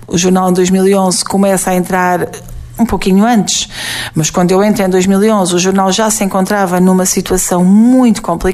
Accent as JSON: {"language": "Portuguese", "town": "Portalegre", "region": "Alentejo", "country": "Portugal", "tie": "born or raised there", "also_born_or_lived": "Évora", "moved": "as an adult", "said": "Porto Alegre é a minha terra, é a minha cidade"}